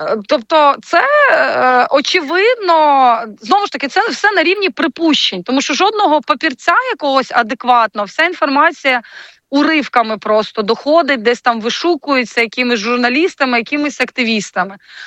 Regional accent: Kyiv, Ukraine; ми, кияни, містяни

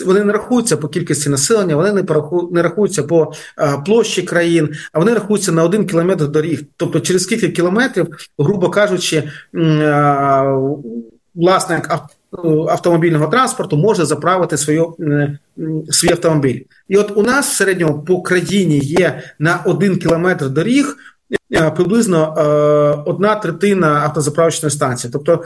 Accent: Kharkiv Oblast, Ukraine; also born or lived in Kupiansk; в місті Харкові, в моєму рідному Харкові.

